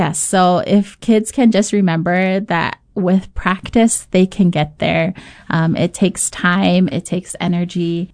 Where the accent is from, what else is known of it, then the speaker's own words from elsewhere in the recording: Oahu, Hawaii, United States; I grew up here on Oahu